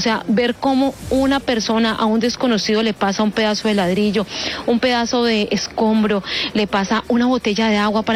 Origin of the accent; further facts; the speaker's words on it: Cali, Valle del Cauca, Colombia; lo que realmente somos los caleños.